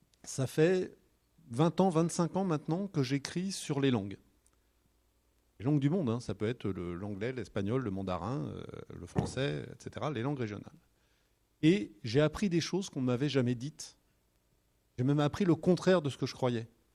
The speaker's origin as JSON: {"language": "French", "town": "Paris", "region": "Île-de-France", "country": "France", "tie": "born or raised there", "said": "La raison personnelle, vous l'entendez à mon accent, j'ai toujours vécu à Paris. Mon père était parisien, mais mon père était un homme de goût puisqu'il a épousé une béarnaise."}